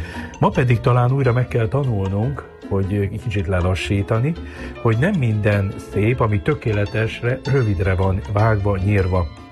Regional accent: Földeák, Csongrád-Csanád, Hungary; Földeákon, szülőfalunkban

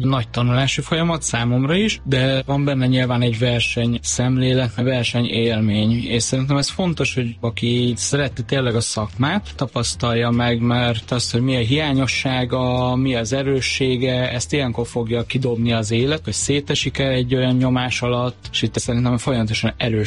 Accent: Lake Balaton, Hungary; moved away as an adult; now in Budapest, Hungary; Balatonról jöttem, én 1,5 éve élek itt Budapesten

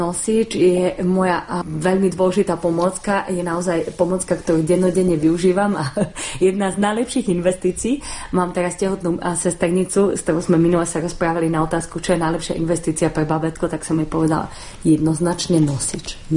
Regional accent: Martin, Žilina Region, Slovakia; V tom čase v Martine, ja pochádzam z Martina zo Slovenska, ešte takáto skupina matiek nebola.

